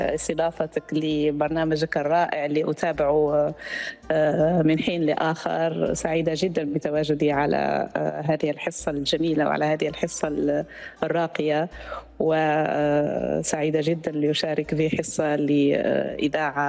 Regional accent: Tamanrasset, Tamanrasset Province, Algeria; أنا مهندسة يعني انولدت في بيئة صحراوية، ومكتبي أيضا متواجد في مسقط رأسي، مدينة تمن راست اللي هي مدينة تقع بالجنوب الجزائري وهي منطقة صحراوية. ف فاهتمامي بالعمارة الترابية نشأ من كوني أنا تولدت في هذه البيئة الصحراوية

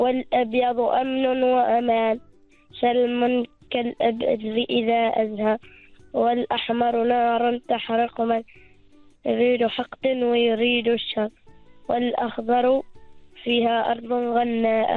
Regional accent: Oman; لأخدم بلدي عمان

